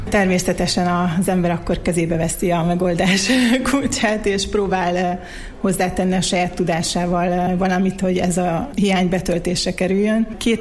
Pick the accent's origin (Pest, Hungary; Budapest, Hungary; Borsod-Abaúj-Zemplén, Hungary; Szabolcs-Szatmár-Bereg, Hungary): Borsod-Abaúj-Zemplén, Hungary; Miskolc; now in Norway; Még Norvégiából is nagy örömmel követtem figyelemmel, hogy mi zajlik a szülővárosomban, illetve még a gimnáziumot is itt jártam. Úgyhogy nagyon kedves számomra Miskolc